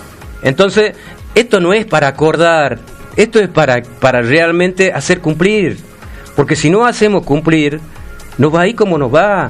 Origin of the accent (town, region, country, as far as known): Tucumán, Argentina